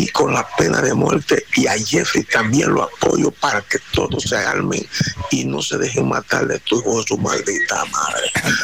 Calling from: Dominican Republic; yo, como dominicano

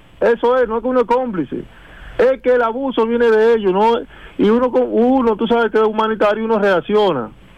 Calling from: Dominican Republic

